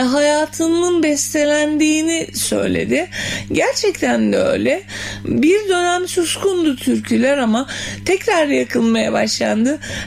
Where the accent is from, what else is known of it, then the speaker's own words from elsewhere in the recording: Ardahan, Ardahan Province, Turkey; Ardahanlıyım ben, Ardahan.